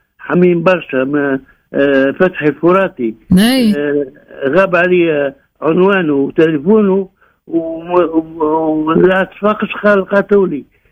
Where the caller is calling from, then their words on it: Sousse, Sousse Governorate, Tunisia; أنا من سوسة